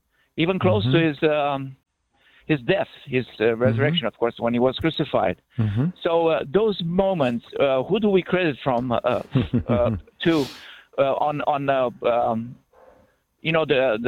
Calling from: Franklin, Kentucky, United States; I'm on the road. I'm in Franklin, Kentucky, on my way to Charlotte, North Carolina. Truck driver.

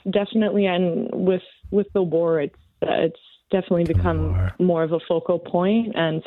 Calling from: Winnipeg, Manitoba, Canada; I live in kind of the middle of the country, just above North Dakota. So I live in Winnipeg.

